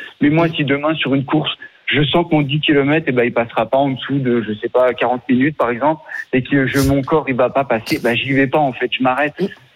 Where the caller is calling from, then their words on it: Mandelieu-la-Napoule, Provence-Alpes-Côte d'Azur, France; Moi, j'habite à Mandelieu, donc il fait chaud.